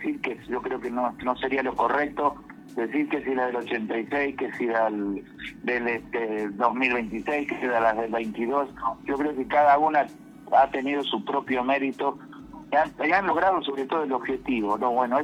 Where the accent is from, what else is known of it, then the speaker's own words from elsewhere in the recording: Argentina; Ojalá, que como argentino digo que gane Argentina